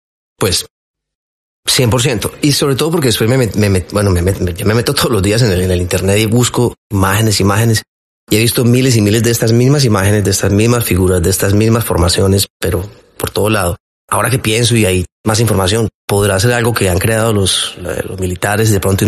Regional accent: Medellín, Antioquia, Colombia; amo mi país, amo mi tierra, amo mi cultura. Todo lo que me ha dado Colombia

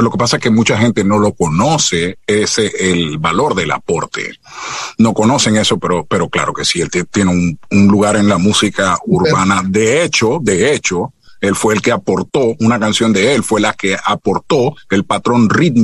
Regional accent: Panama; yo soy panameño

